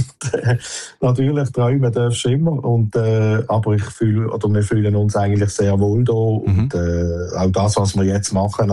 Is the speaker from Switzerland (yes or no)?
yes; Switzerland; weil ich bin halt Schweizer und ich wollte nicht aufgeben